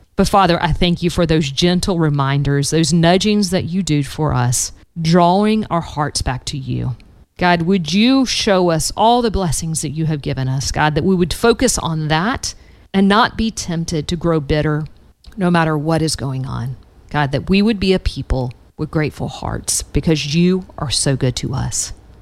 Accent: Georgia, United States; growing up in South Georgia.

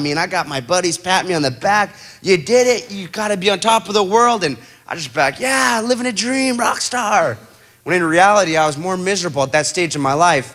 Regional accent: Huntington Beach, California, United States; I think we stashed the other one in my dad's garage in my hometown. So I get stitched up by the dock in Coronado, San Diego, and I go, I'm gonna go back and go drink that other keg of beer. So I make my way back to Huntington.

